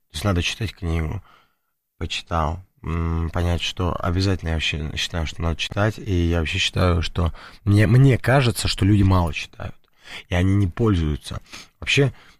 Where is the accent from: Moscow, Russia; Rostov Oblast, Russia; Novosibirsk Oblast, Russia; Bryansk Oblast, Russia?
Moscow, Russia; Мы сами родились в Москве, на Бабушкинской.